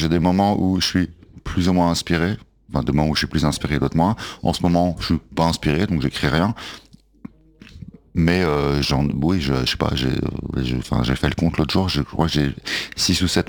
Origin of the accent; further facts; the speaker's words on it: Southern France, France; accent: southern French; Et pourquoi j'ai l'accent du sud, je sais pas.